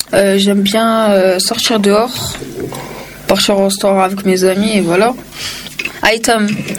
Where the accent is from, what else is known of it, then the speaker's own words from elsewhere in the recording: Toulouse, Occitanie, France; born there; je suis né à Toulouse et j'ai 12 ans